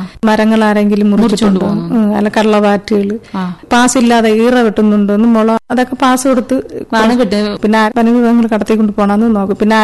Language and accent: Malayalam; Meenankal, Kerala, India; ജനിച്ചതും വളർന്നതും എല്ലാം കാട്ടിലാണ്. അഗസ്ത്യരൂപത്തിന്റെ താഴ്വരയിലാണ് ഈ പേപ്പാറ സ്ഥിതി ചെയ്യുന്നത്. അവിടെയുള്ള ഒരു വനത്തിലാണ് എന്റെ വീട്. മീനാങ്കിൽ പന്നിക്കുഴി എന്ന സ്ഥലത്താണ്.